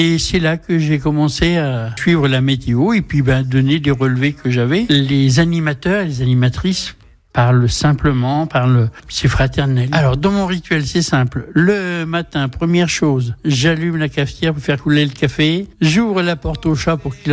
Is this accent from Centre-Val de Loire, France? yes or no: yes; Huismes, Centre-Val de Loire, France; born there; j'ai 68 ans, je suis né à Huim